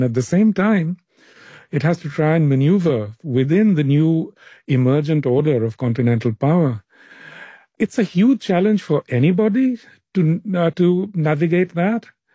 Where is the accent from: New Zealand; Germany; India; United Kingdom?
India; West Bengal; now in New York, United States; I mean, I'm from Bengal. In Bengal, our views are often very, very different from that of other parts, especially of northern India. So, you know, I'm influenced by that. And here I live in New York. I live in Brooklyn